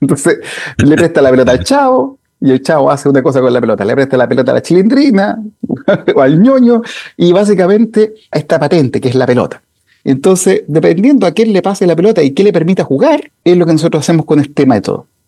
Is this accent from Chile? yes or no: yes; Chile; moved away as an adult; now in Hamburg, Germany; somos los chilenos